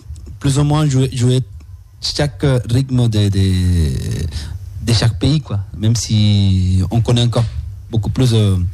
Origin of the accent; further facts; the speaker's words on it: Venezuela; moved away as an adult; now in France; Moi, je suis originaire du Venezuela, oui, tout à fait.